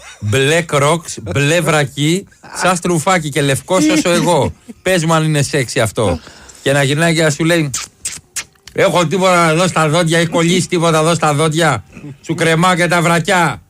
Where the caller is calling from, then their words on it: Thessaloniki, Central Macedonia, Greece; καλημέρα, από Θεσσαλονίκη καλημέρα